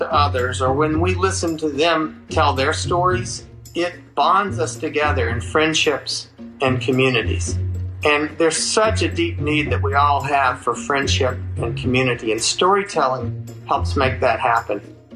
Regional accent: Houston, Texas, United States

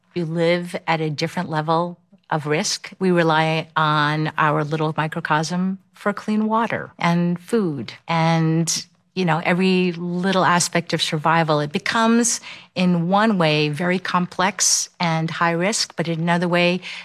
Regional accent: New Jersey, United States; now in Boston, United States; I grew up on the Jersey Shore. I now live on the South Shore of Boston

